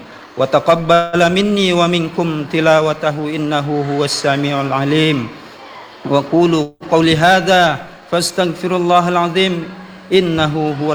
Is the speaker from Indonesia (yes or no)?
yes; Indonesia; عن بلدنا إندونيسيا